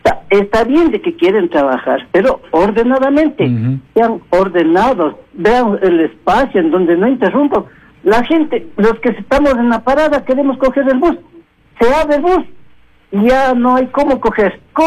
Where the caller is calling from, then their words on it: Quito, Pichincha, Ecuador; yo vivo en Calderón, aquí en la entrada Carapungo